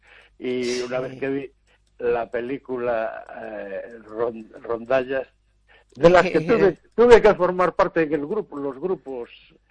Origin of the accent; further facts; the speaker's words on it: Galicia, Spain; Yo, como soy del sur, del Baixo Miño, pues siempre pongo el camino portugués